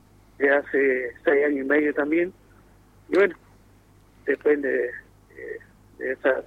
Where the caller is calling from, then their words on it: General Enrique Mosconi, Salta, Argentina; Nosotros somos del interior, somos de General Enrique Mosconi